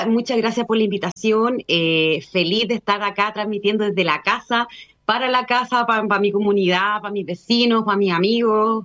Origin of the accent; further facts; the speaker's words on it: Los Ángeles, Biobío, Chile; moved away as an adult; also born or lived in Guayacán, Cajón del Maipo; now in Cajón del Maipo, Chile; Yo venía de Los Ángeles. Ah, somos sureños. Somos sureños, vivía cerca de Los Ángeles, cerca de los altos del Raco.